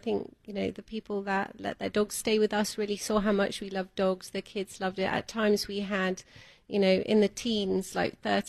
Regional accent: Devon, South West England, United Kingdom; moved away as an adult; now in Atlanta, United States; Devon. I'm from Devon

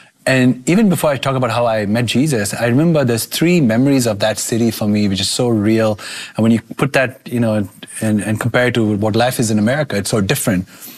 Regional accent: Kolkata, West Bengal, India; now in United States; I grew up in Calcutta, eastern part of India.

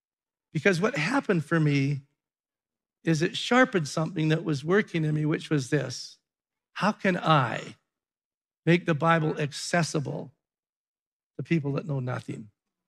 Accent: Alberta, Canada; I'm from Alberta.

